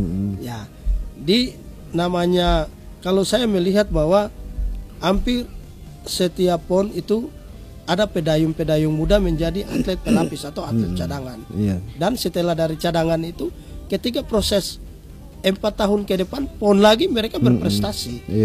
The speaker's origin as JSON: {"language": "Indonesian", "region": "Maluku", "country": "Indonesia", "said": "bukan saja kita orang Maluku yang ada di Maluku, orang Maluku yang ada di perantauan, orang Maluku yang ada di Belanda"}